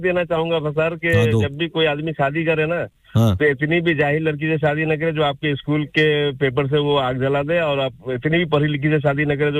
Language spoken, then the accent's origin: Hindi; Darbhanga, Bihar, India; moved away; मैं बिहार से हूँ, दरभंगा।